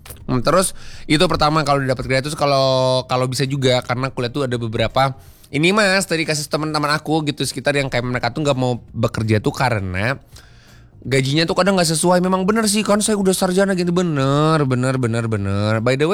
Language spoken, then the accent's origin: Indonesian; Bandung, West Java, Indonesia; Bandung sih.